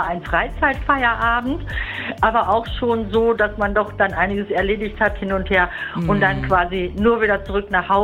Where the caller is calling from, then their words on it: Arnsberg, North Rhine-Westphalia, Germany; Ich komme ja eigentlich aus Arnsberg und sie wohnt in Höxter.